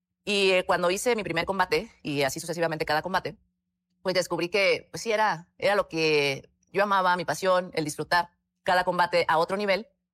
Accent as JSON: {"language": "Spanish", "country": "Mexico", "said": "en el Campeonato del Mundo en Puebla, en mi país"}